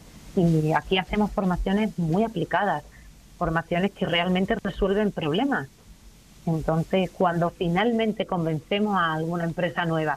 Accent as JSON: {"language": "Spanish", "region": "Extremadura", "country": "Spain", "also_born_or_lived": "England", "moved": "as an adult", "said": "yo soy extremeña retornada."}